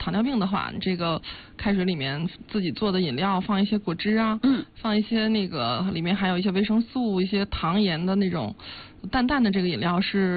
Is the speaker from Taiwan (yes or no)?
no; China; 我们中国人